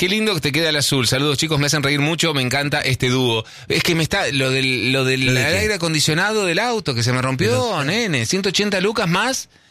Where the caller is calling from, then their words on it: Boulogne, Buenos Aires Province, Argentina; Sí. Yo no siento que los argentinos seamos agrandados.